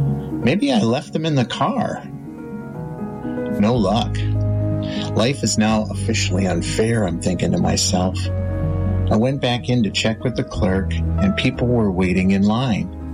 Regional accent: Saint Paul, Minnesota, United States; "No, I'm from the Twin Cities in St. Pa

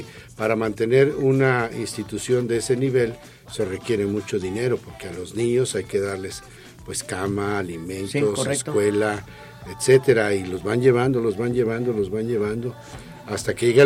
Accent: Tepeji del Río, Hidalgo, Mexico; yo soy de un pueblito más lejano a la capital. Soy hidalguense.

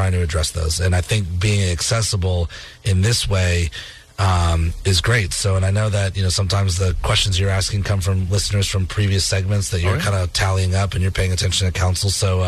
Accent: Massachusetts, United States; I grew up in Northeast Massachusetts and grew up going to Maine.

